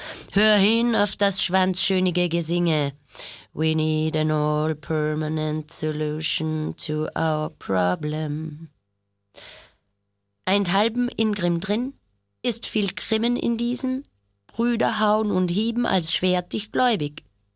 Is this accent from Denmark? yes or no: no; Mauthausen, Upper Austria, Austria; now in Vienna, Austria; Also ich bin in der Nähe von Linz aufgewachsen, Mauthausen, und bin halt in Linz in die Schule gegangen